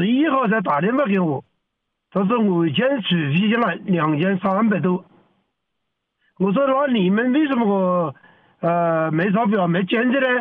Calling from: Yueyang, Hunan, China; 我们是岳阳市岳楼区。

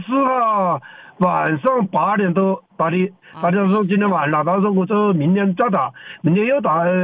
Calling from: Yueyang, Hunan, China; 我们是岳阳市岳楼区。

